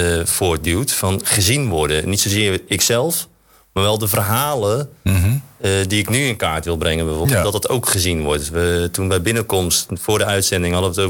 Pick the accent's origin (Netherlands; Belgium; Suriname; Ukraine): Netherlands; Dordrecht, South Holland; Als wij als Dordtenaren ons al anders vinden dan iemand uit Goes.